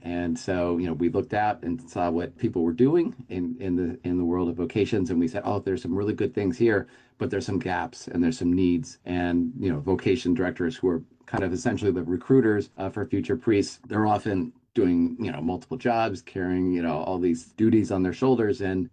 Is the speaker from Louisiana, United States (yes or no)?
no; Philadelphia, Pennsylvania, United States; I'm from Philadelphia. We have parishes that are closing and merging